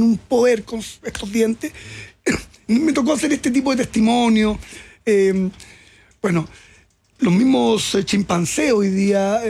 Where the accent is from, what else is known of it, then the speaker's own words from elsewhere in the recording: Chile; yo soy chileno, yo también tengo un pasado colonial, no tengo nada que ver con los franceses o con los ingleses